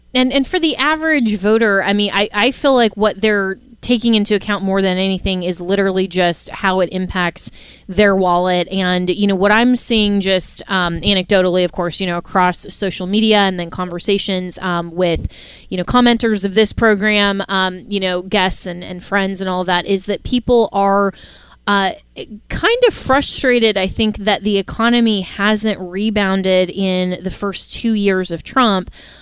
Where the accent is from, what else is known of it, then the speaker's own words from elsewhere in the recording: Florida, United States; here in my home state of Florida